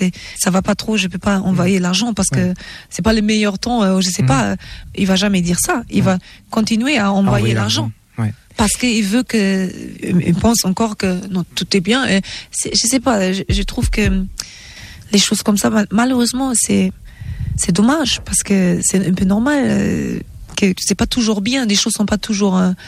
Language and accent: French; Germany; J'aime les bretzels aussi, parce que j'ai grandi en Allemagne, oui, et j'aime le foufou et le okra et le égoussi de Nigeria.